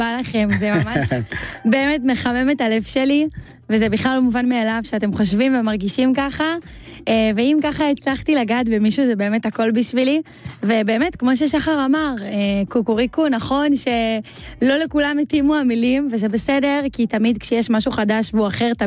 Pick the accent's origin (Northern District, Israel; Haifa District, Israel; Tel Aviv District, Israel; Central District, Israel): Central District, Israel; Or Yehuda; אני מאור יהודה.